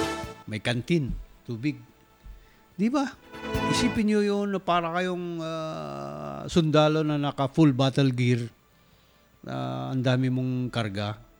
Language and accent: Tagalog; Davao, Davao Region, Philippines; Ba, doon sa amin sa Davao, pati yung uod sa ilalim ng puno ng niyog, tawag namin doon ay batud sa Bisaya.